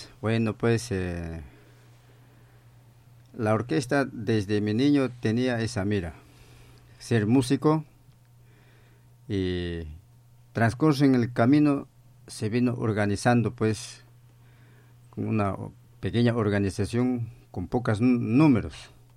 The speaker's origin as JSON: {"language": "Spanish", "area": "El Carmen district, Churcampa province", "region": "Huancavelica", "country": "Peru", "tie": "born or raised there", "said": "Yo soy natural de la provincia de Churcampa, distrito del Carmen, el centro poblado Palermo. Ese es mi pueblo"}